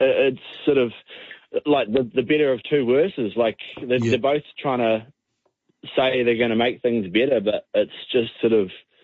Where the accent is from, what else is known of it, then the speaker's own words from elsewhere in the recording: New Zealand; As a New Zealander, you get put on a basically automatic visa that gives you the right to work and live here.